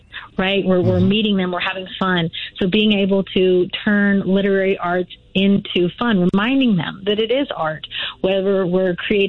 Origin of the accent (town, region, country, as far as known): Las Vegas, Nevada, United States; born or raised there